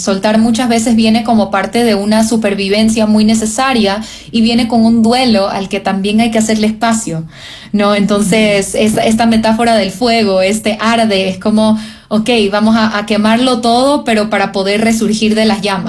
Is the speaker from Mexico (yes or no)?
no; Ecuador; moved away; ¿y de dónde eres tú? Y yo, de Ecuador.